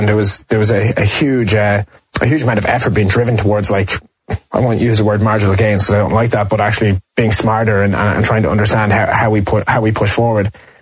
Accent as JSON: {"language": "English", "country": "Ireland", "accent": "Irish"}